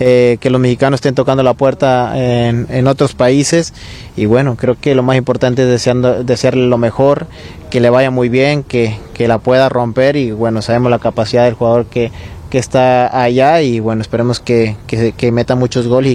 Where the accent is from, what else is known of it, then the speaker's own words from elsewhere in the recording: Mexico; somos muy pocos mexicanos con ese gran nivel